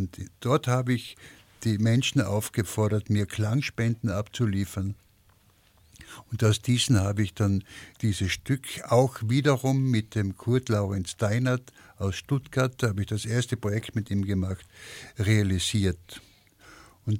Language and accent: German; Lienz, Tyrol, Austria; born or raised there